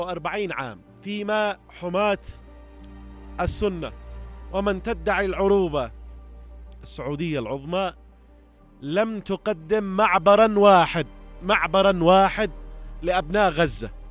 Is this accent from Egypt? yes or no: no; Yemen; وعندنا في اليمن كم يا منافقين.